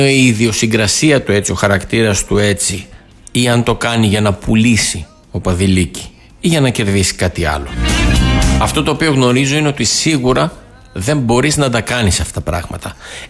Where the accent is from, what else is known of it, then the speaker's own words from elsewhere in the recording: Greece; σαν ένας φίλαθλος, σαν ένας Έλληνας